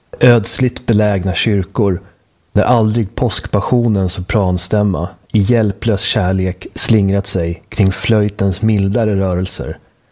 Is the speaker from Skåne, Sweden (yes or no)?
no; Västmanland County, Sweden; Nej, det är inte så bara. Jag är också västmanlänning.